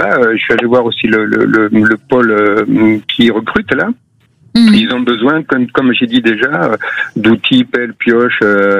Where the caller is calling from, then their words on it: Bouliac, Nouvelle-Aquitaine, France; Non, je suis au Porges, là. J'habite Bouliac.